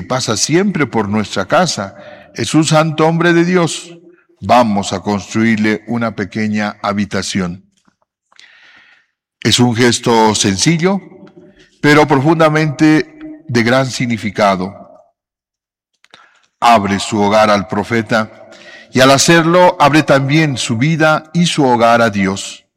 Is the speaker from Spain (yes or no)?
no; Bolivia